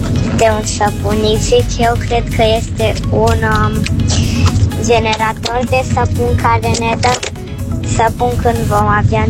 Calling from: Satu Mare, Satu Mare County, Romania; din Satul Mare. Am 7 ani jumate

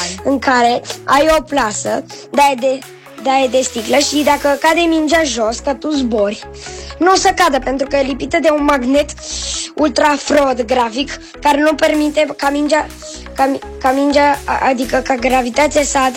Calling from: Bucharest, Romania; din București și am 9 ani.

